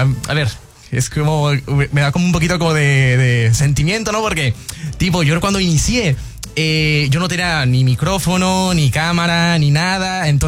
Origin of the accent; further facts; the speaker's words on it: Veracruz, Mexico; pero yo encantado de estar aquí en Veracruz, en mi tierra, y me encanta.